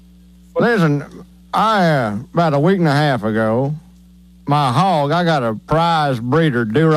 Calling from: Coffeyville, Kansas, United States; I'm from Coffeyville, Kansas.

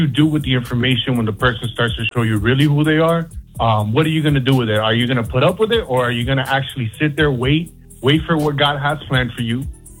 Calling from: Miami, Florida, United States; I'm calling from Miami, Florida.

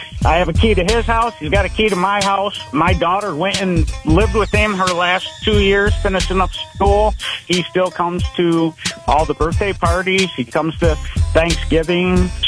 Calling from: Lansing, Michigan, United States; I'm calling from Lansing.

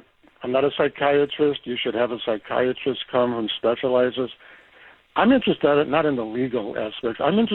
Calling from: Newton, Massachusetts, United States; a very fine person in Newton, right in the same town that we both live in.

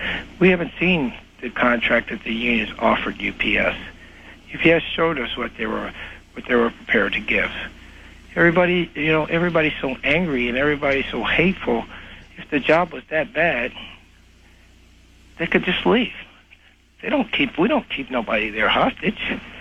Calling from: Florida, United States; I'm calling from South Florida.

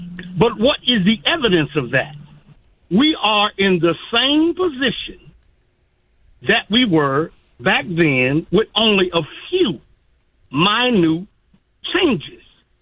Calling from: Cotton Valley, Louisiana, United States; I'm from Cotton Valley, Louisiana. I can go back to 1780, touch the grave of my paternal forebears.

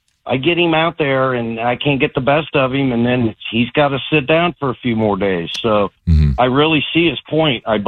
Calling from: Sarasota, Florida, United States; And I'm in the northern Columbus area up there where my family's at. And like I said, I'm from Sarasota.

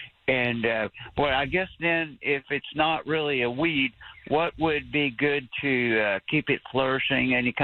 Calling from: Georgetown, Texas, United States; From Georgetown.

